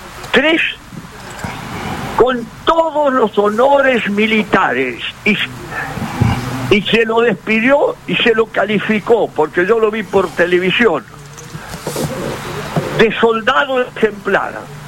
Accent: Salto, Buenos Aires Province, Argentina; yo soy de Salto Argentino, ¿no es cierto? Cerca de Pergamino, el pueblo no, era pueblo, ciudad ahora.

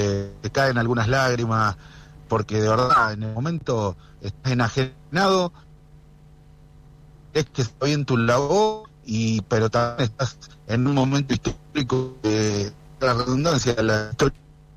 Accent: Argentina; más aún siendo argentinos

